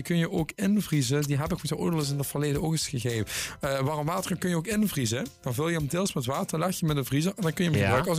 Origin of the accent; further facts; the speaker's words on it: Maastricht, Limburg, Netherlands; iedereen weet, ik ben niet uit Pinamaas, komt ook uit Maastricht.